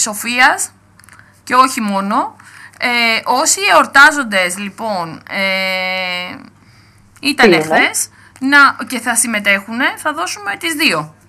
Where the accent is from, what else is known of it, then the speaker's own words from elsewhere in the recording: Kavala, East Macedonia and Thrace, Greece; από την πόλη μου, από την Καβάλα